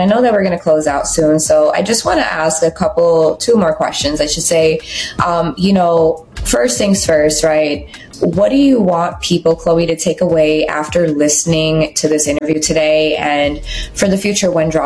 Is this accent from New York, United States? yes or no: yes; New York City, New York, United States; also born or lived in Guyana; now in Brooklyn, United States; I'm from Queens here, but as I mentioned, I immigrated to the United States really young when I was like 6, 7, and I grew up in Queens, so very diverse people. And I live in Brooklyn now.